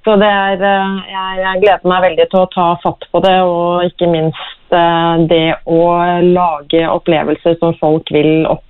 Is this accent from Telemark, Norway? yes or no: yes; Kragerø, Telemark, Norway; Så jeg kommer jo fra Kragerø, som sommerby, men det da ingenting som slår sommer i Tinn heller.